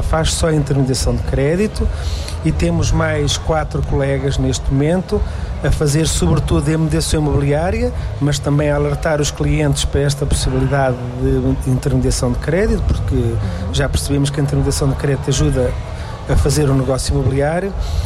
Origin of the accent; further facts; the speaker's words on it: São Martinho da Cortiça, Centro, Portugal; Nós originariamente somos de São Martinho da Cortiça.